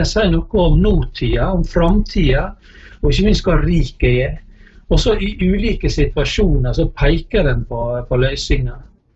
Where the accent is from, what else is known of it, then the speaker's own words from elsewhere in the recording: Giske, Møre og Romsdal, Norway; now in Forsand, Norway; Jeg er født og oppvoksen på Giske. Akkurat nå bor jeg på Forsand ved utløpet av Lysefjorden i Rogaland, og jeg holdt det der i mange år.